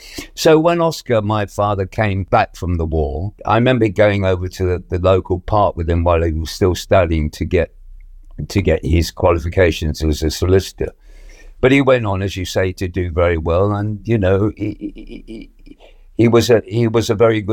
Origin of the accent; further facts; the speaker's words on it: Peterborough, East of England, United Kingdom; born there; I was born in Peterborough because my mother was living in Warren Street at the time